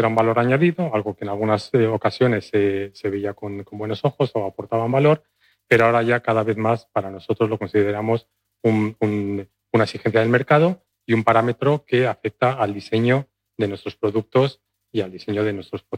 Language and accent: Spanish; Valladolid, Castile and León, Spain; Yo soy de Valladolid.